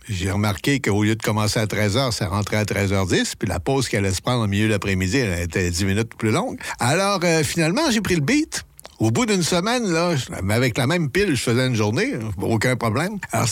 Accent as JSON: {"language": "French", "region": "Quebec", "country": "Canada", "tie": "born there", "moved": "yes", "said": "Parce que je viens du Québec"}